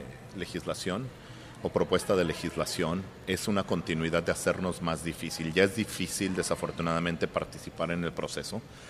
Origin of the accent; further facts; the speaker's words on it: Mexico; Por ejemplo, tú y yo somos mexicanos.